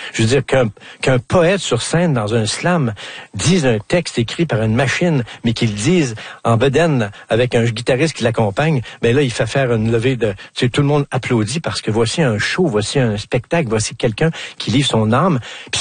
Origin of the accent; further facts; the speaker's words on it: Quebec, Canada; accent: Québécois; Quand ils entendaient mon accent québécois, je vais vous envoyer chez ma grand-mère.